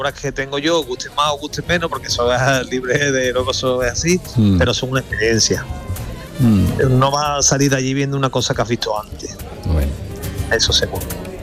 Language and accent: Spanish; Seville, Andalusia, Spain; Somos europeos, pero somos de Sevilla. Y somos de la Alameda. Y somos andaluces y somos españoles.